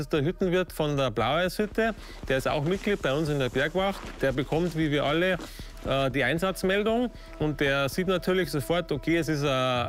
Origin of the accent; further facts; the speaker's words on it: Ramsau bei Berchtesgaden, Bavaria, Germany; Ich komme aus der Ramsau und ich habe das Glück, ich kann in der Ramsau arbeiten.